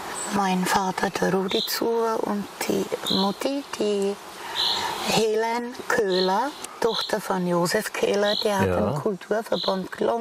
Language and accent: German; Asch, Karlovy Vary Region, Czechia; also born or lived in Wildstadt / Marienbad; Die haben renoviert. Also bin ich in Asch geboren.